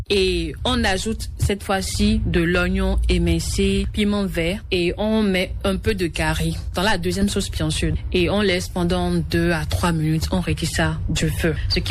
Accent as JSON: {"language": "French", "region": "Mono", "country": "Benin", "moved": "yes", "lives_now": "Cotonou, Benin", "said": "chez nous, dans le Mono"}